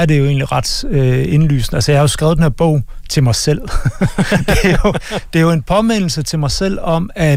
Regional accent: Central Denmark Region, Denmark; Altså, jeg er en mand fra Østjylland, mænd fra Østjylland er en risikogruppe.

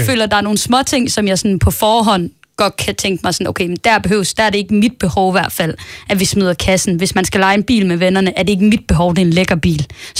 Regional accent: Aarhus, Central Denmark Region, Denmark; Jeg er jo fra Aarhus.

